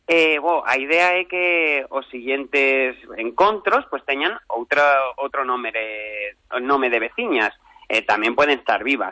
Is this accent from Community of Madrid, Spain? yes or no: yes; El Escorial, Community of Madrid, Spain; eu justamente es que son de da sierra, son de El Escorial, entón é un pouco máis pequeno que a capitale